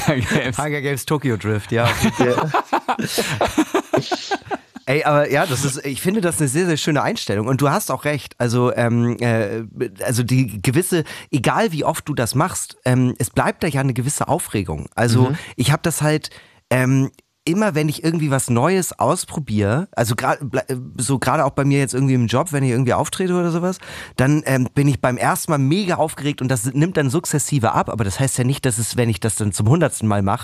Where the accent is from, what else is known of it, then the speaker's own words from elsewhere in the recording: Northern Germany, Germany; als Norddeutscher ist mir ja Karneval allgemein sehr, sehr fremd.